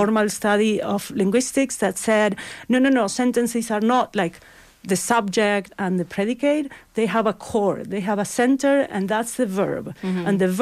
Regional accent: Buenos Aires, Argentina; moved away as an adult; also born or lived in Patagonia, Argentina / United States; now in Toronto, Canada; I'm from Buenos Aires, Argentina, and I studied there an undergraduate.

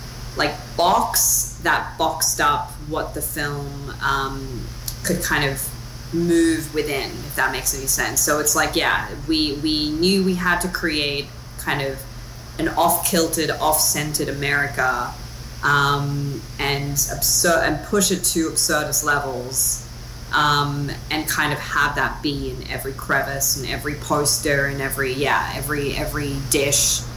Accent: Sydney, New South Wales, Australia; when I was a teenager growing up in Sydney.

